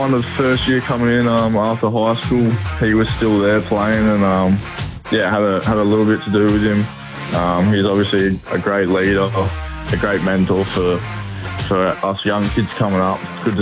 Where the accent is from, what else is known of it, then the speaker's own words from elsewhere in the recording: Gold Coast, Queensland, Australia; also born or lived in New South Wales; Just growing up on the Gold Coast, family's growing up on the Gold Coast